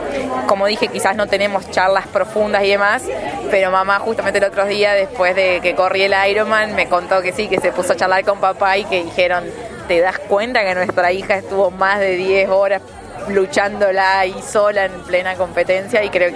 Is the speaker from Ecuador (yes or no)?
no; Lavalle, Argentina; now in Río Cuarto, Argentina; Sí, en realidad en Río Cuarto hace más de 14 años que estoy. Pero bueno, siempre nunca sentí que me fui de Lavalle